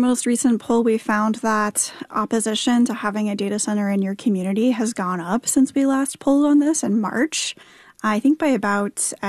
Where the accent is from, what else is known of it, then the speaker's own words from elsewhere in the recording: Raleigh, North Carolina, United States; I grew up in North Carolina. I'm a Raleigh native.